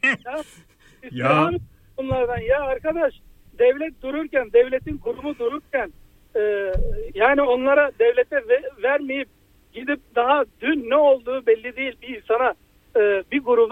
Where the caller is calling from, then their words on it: Istanbul, Turkey; İstanbul'dan arıyoruz tabii ki, her zamanki gibi.